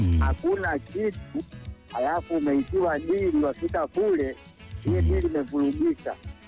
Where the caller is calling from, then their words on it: Muheza, Tanga Region, Tanzania; Tonga Muheza, hii ni Tanga.